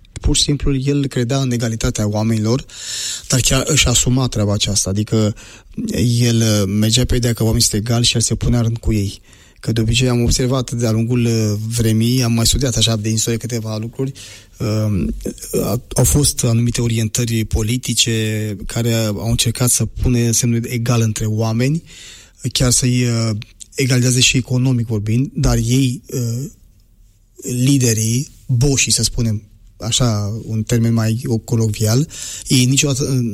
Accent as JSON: {"language": "Romanian", "country": "Romania", "said": "eu sunt creștin adventist român, nu sunt român creștin adventist."}